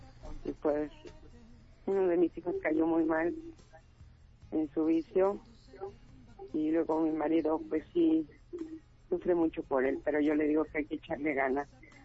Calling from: Valle de Chalco, State of Mexico, Mexico; Desde Valle de Chalco.

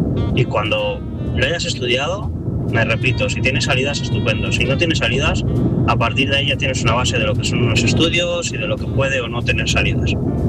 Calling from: Madrid, Community of Madrid, Spain; corresponsal de Madrid

